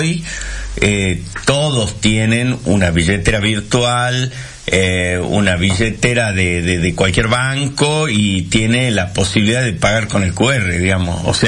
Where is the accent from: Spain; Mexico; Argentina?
Argentina; Northwest Argentina; Entonces todos los collas que veníamos del interior no teníamos.